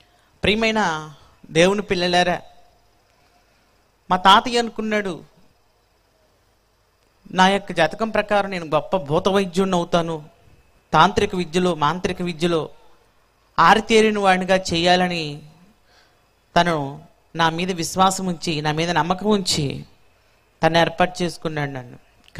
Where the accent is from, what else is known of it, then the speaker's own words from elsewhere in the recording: Tenali, Andhra Pradesh, India; గుంటూరు జిల్లా తెనాలి పట్టణం మా స్వస్థలం. ఈ తెనాలి పట్టణంలో చెంచుపేట ఇందిరానగర్ కాలనీ అనే ప్రాంతంలో మేము నివసించేవాళ్ళం. కులరీత్యా మేము ఎస్టీ